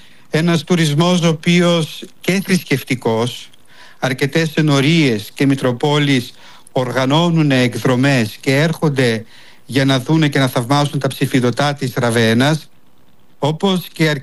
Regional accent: Greece

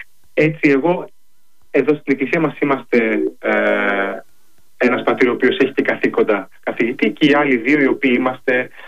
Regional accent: Greece; moved away as an adult; now in Belgium; εγώ μεγάλωσα στην Ελλάδα, τα τελευταία 10 χρόνια βρίσκομαι στο Βέλγιο

